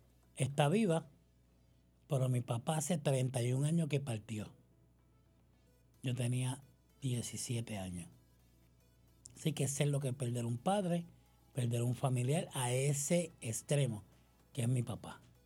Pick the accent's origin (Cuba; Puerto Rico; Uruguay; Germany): Puerto Rico; Bayamón; also born or lived in Cataño; mi pueblo natal, nací y criado de Bayamón, pero tuve experiencias maravillosas en Cataño